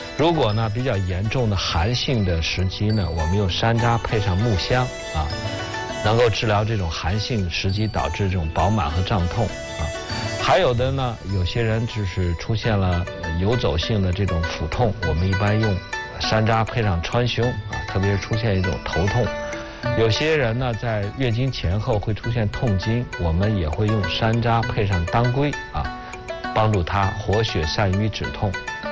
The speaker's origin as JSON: {"language": "Chinese", "region": "Beijing", "country": "China"}